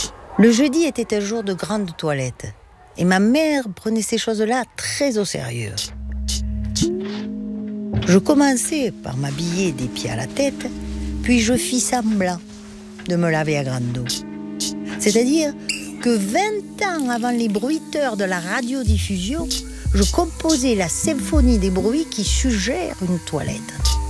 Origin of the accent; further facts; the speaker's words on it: Marseille, Provence-Alpes-Côte d'Azur, France; born there; Il a vécu toute son enfance à Marseille, dans un quartier proche de celui de ma naissance.